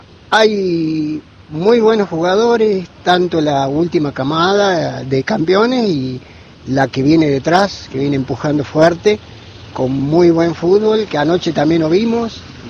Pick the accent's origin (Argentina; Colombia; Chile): Argentina; Nosotros somos argentinos y somos del barro y sabemos gambetearla bien.